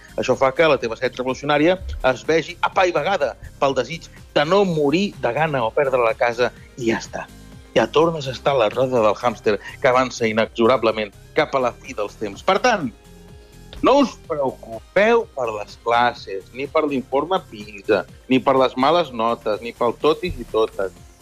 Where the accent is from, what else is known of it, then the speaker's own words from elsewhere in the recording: Sabadell, Catalonia, Spain; Jo sóc de Sabadell i dilluns no hi va haver escola perquè era festa major